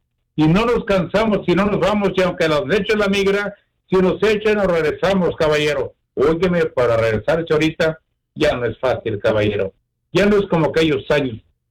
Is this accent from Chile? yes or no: no; Mexico; now in United States; poner el alto, muy en alto, nuestro país, México querido.